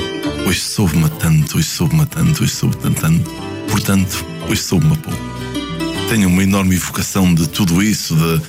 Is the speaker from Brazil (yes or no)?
no; Porto, Norte, Portugal; outra de amor à minha terra, que é o Porto